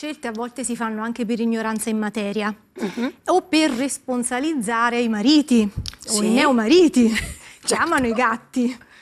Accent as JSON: {"language": "Italian", "town": "Naples", "region": "Campania", "country": "Italy", "said": "da buona napoletana, molto calorosa, molto carnale, come diciamo noi a Napoli."}